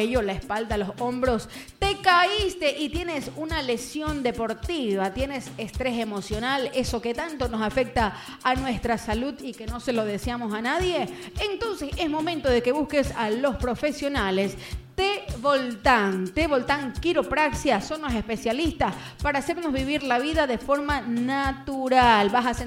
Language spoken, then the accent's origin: Spanish; Manabí, Ecuador; moved away; esa tierrita hermosa que me vio crecer